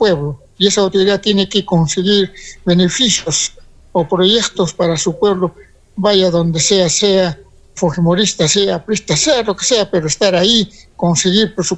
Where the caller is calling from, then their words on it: Socabaya, Arequipa, Peru; Yo no soy de Tiabaya, yo de Sotavaya